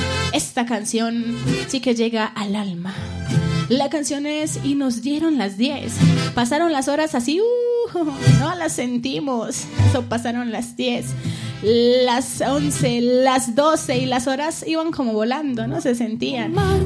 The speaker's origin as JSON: {"language": "Spanish", "country": "Colombia", "said": "los colombianos y colombianas tenemos esa cita el día de hoy."}